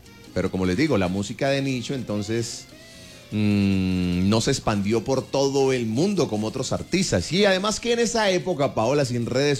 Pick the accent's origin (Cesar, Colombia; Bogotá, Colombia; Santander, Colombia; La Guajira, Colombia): Cesar, Colombia; moved away; yo que soy de esa tierra, de por allá cerca.